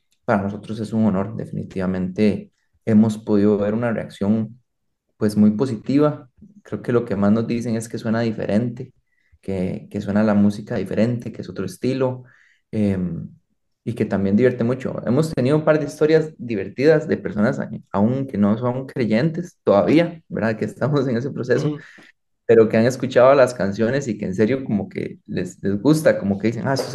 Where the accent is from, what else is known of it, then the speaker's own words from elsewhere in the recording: Costa Rica; es hasta simbólico para nosotros como costarricenses